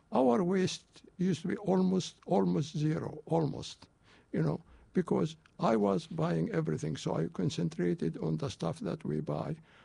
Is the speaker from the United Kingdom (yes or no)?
no; Palestine; now in Los Angeles, United States; And back in Palestine